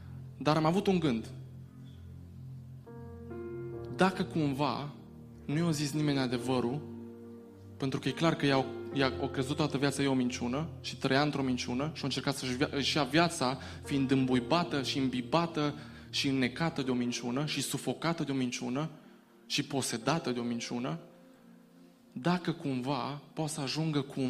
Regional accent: Baia Mare, Maramureș County, Romania; O fată din Baia Mare, eu sunt din Baia Mare, apropo.

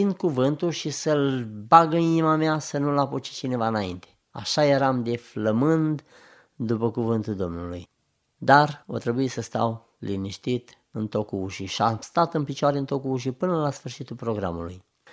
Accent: Forosig, Bihor County, Romania; Mama mea era în Forosig, unde m-am născut, iar eu eram în oraș, în Oradea.

